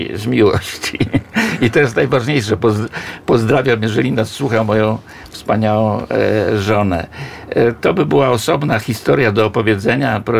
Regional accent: Warsaw, Masovian Voivodeship, Poland; moved away as an adult; ja jestem warszawiakiem, który tu w Warszawie przeżył 64 lata.

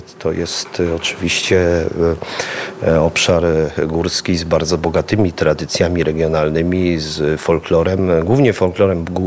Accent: Sucha Beskidzka, Lesser Poland, Poland

